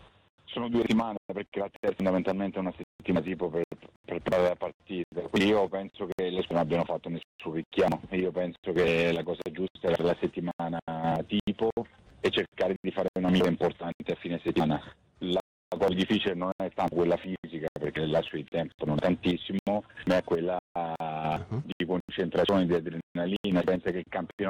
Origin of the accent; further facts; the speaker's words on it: Rome, Lazio, Italy; penso io un po' da romano